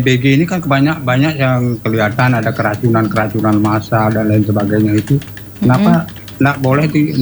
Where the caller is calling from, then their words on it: Banyuwangi, East Java, Indonesia; Ada di Banyuwangi dekat 2 kilo dari rumah dari kampung saya ini.